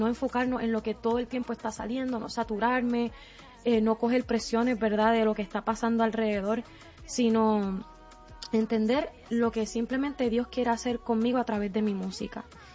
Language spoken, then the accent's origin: Spanish; Puerto Rico; now in Florida, United States; yo ahora mismo me encuentro en la Florida. Yo soy puertorriqueña